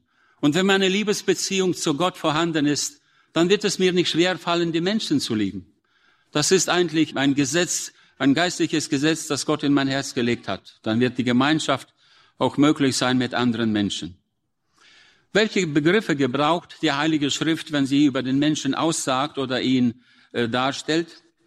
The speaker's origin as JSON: {"language": "German", "country": "Germany", "said": "wie wir als Deutsche das haben."}